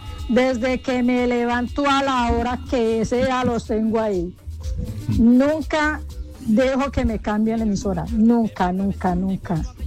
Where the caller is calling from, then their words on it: Roldanillo, Valle del Cauca, Colombia; Reportando sintonía desde el municipio Roldanillo. Nuestro pueblo mágico